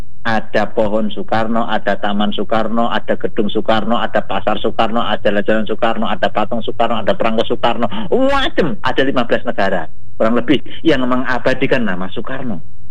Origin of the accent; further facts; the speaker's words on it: Kediri, East Java, Indonesia; Kita sebagai orang Kediri